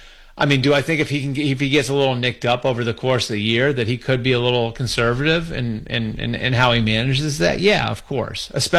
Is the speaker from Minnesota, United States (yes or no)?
no; Boston, Massachusetts, United States; when I was 5 years old, 8 years old, you know, growing up in Boston